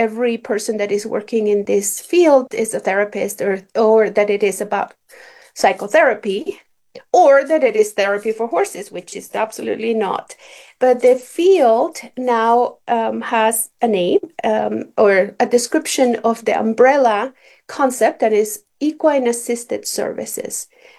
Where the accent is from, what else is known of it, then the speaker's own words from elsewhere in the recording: Chile; English is a second language; now in United States; I did not speak English very well, but I could speak a horse. And so I was able to volunteer in their equestrian program, which it really opened up a huge realm of how horses can be part of human life